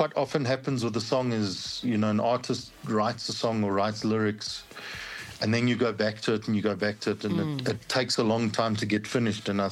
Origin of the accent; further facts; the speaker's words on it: South Africa; I think that statement is a bit like being South African. I think it's like, if you've got something in you, it's always got to come out. And I strongly believe, every South African grows up playing in the red dirt.